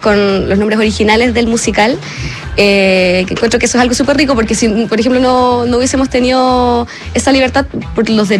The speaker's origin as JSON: {"language": "Spanish", "country": "Chile"}